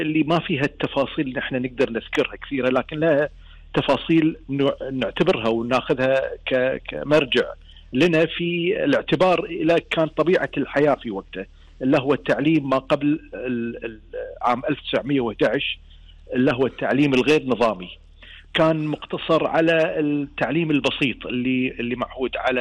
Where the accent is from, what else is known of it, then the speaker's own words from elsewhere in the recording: Kuwait; عندنا في الكويت